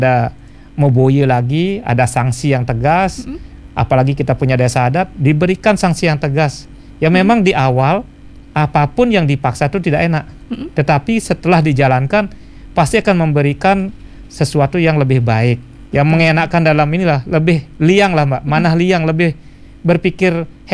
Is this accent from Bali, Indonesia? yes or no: yes; Bali, Indonesia; kita sebagai orang Bali yang tinggal di Bali